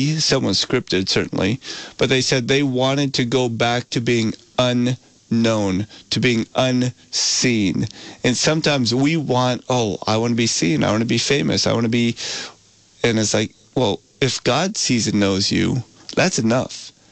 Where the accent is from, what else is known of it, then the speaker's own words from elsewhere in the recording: Vermont, United States; as an American, as a Vermonter